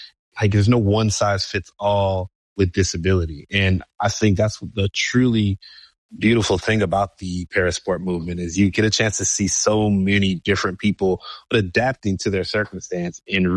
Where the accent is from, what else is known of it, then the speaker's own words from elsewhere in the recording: Detroit, Michigan, United States; I grew up in the Bad Boys Pistons era in Detroit, and there was a lot of basketball courts around.